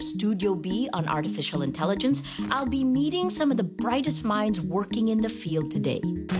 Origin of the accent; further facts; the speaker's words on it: Philippines; I'm a journalist from the Philippines.